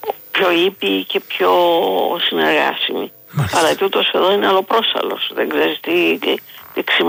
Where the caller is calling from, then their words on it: Crete, Greece; παρόλο που είμαστε από Κρήτη